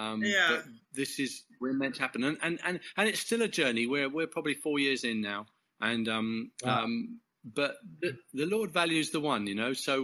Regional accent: England, United Kingdom; I'm English.

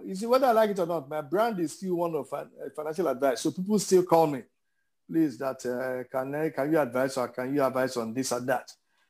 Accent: Lagos, Nigeria; also born or lived in Kano, Nigeria; Well, I grew up in Lagos. Interestingly, I was born in Kano

